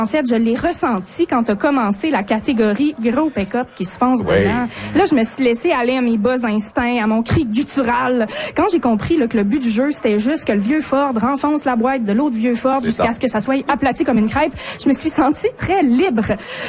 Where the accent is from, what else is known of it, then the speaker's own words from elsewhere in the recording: Quebec, Canada; Moi, je viens de là. Je viens pas des Bergeron, mais je viens de la Haute-Côte-Nord.